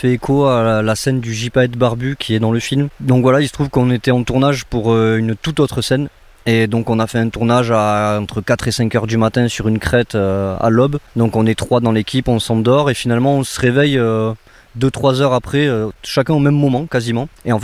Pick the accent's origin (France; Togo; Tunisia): France; Pyrenees; Nous, on est des Pyrénées. On a des gens qui connaissent.